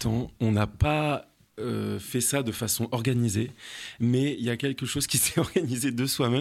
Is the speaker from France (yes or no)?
yes; Dourdan, Île-de-France, France; C'est là d'où je viens, à la base.